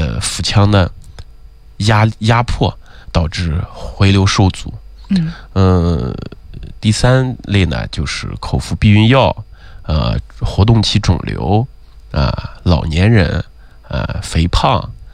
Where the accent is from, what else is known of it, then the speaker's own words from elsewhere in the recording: Xinjiang, China; 特别是我们新疆人，比较胖，胖的人比较多。